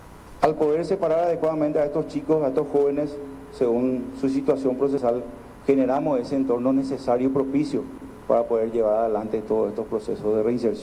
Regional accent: Paraguay

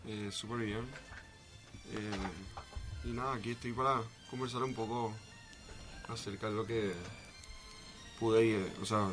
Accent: Paraguay; also born or lived in Córdoba, Argentina / Alta Gracia, Argentina; Yo era chiquito y bueno, y nada, nos mudamos a Paraguay y acá yo me crié prácticamente. O sea, yo tengo la nacionalidad paraguaya, o sea, yo soy más paraguayo que argentino, solo que nací allá.

